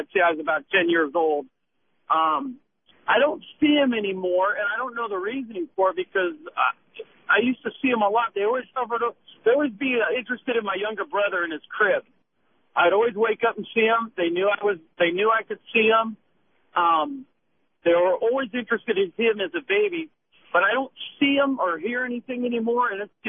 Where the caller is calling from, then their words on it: California, United States; I'm from California.